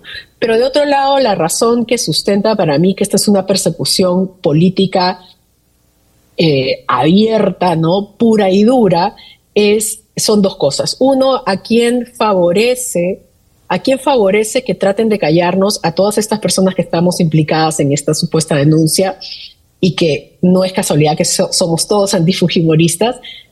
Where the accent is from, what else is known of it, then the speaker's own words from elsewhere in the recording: Peru; moved away; en Perú, aunque siempre tengo un ojo vigilante a mi patria porque puedo estar lejos geográficamente, pero siempre me preocupo por lo que pasa en mi país, no solamente porque tengo familias y amigos, sino porque quiero mi país, porque he nacido y crecido allí